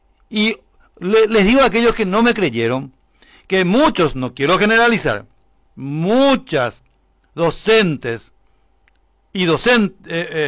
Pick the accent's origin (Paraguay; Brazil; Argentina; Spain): Paraguay; los paraguayos somos boludos.